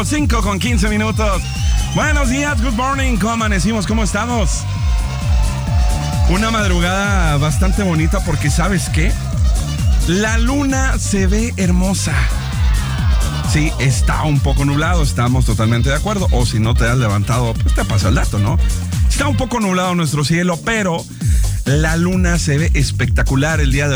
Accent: Ciudad Juárez, Chihuahua, Mexico; Los que somos de aquí de Juárez

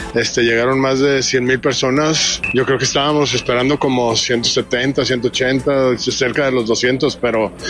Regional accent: Jalisco, Mexico; muy agradecido con mi tierra, con Jalisco

